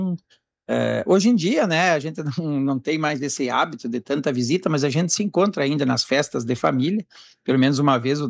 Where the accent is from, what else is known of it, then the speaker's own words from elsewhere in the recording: Ibirubá, Rio Grande do Sul, Brazil; porque eu sou natural de Ibirubá, né?